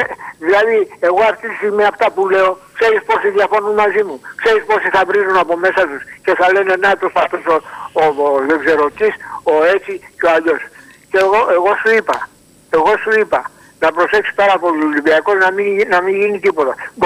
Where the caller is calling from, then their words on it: Istanbul, Turkey; Είμαι από την Κωνσταντινούπολη